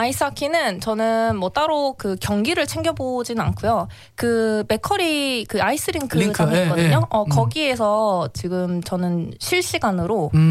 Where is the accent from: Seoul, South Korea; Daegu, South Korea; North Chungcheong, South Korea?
Seoul, South Korea; 죄송해요. 저는 서울 사람이어가지고.